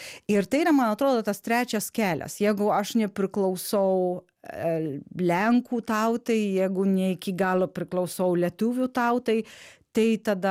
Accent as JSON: {"language": "Lithuanian", "country": "Poland", "moved": "yes", "lives_now": "Lithuania", "said": "aš esu iš Lenkijos"}